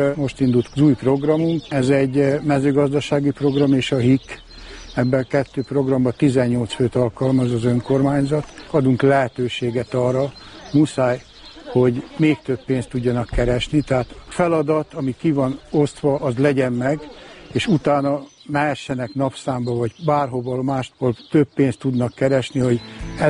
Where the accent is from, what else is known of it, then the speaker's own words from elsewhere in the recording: Bajszló, Baranya, Hungary; born there; Bajszlón születtem a cigánysoron, egy sárkunyhóba.